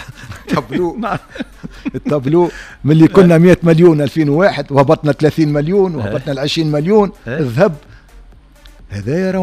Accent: Tunisia; احنا عندنا في تونس

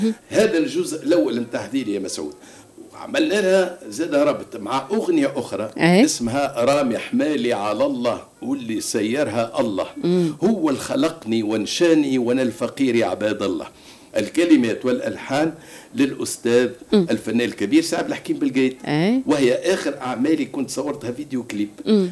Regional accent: Kairouan, Kairouan Governorate, Tunisia; لما كان عمري في 12-10 سنوات كاكا كنت عندنا في القيروان

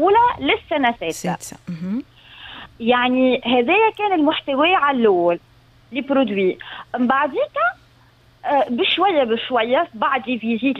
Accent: Medenine, Tunisia; أنا قريت في مدنين

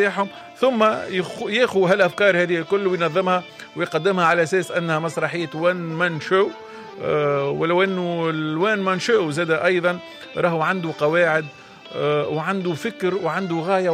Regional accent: Tunisia; معناها ما احنا تونسي ما هو كي يبدأ من فلقة أش ما جاي يضحكوا

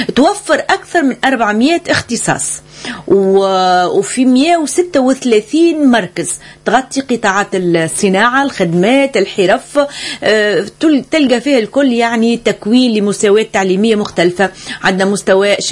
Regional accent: Tunisia

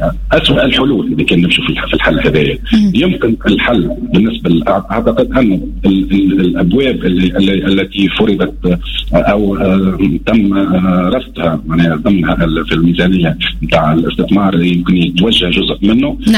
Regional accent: Tunisia

